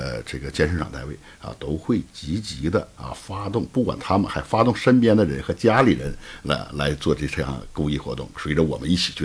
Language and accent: Chinese; Heilongjiang, China; moved away; 这是我的出生地，也是我的母校